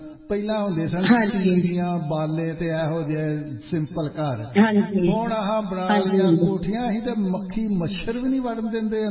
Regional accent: Punjab, India; born or raised there

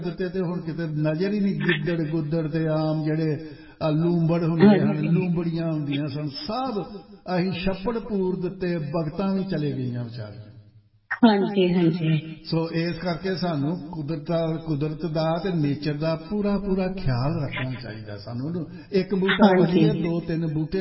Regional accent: Batala, Punjab, India; ਸਾਡਾ ਜਿਹੜਾ ਪਿੰਡ ਹੈ ਨਾ ਸਾਡਾ ਪਿੰਡ ਹੈ ਬਟਾਲੇ ਦੇ ਲਾਗੇ ਕਾਨੂੰ ਆਉਣ ਵਾਲੀ ਸੜਕ ਉੱਥੇ ਟਿੱਬੇ ਹੁੰਦੇ ਸਨ

